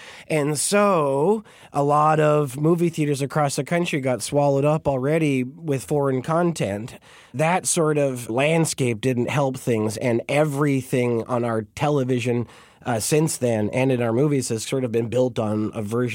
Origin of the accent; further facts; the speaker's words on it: Montreal, Quebec, Canada; I grew up in a world in Montreal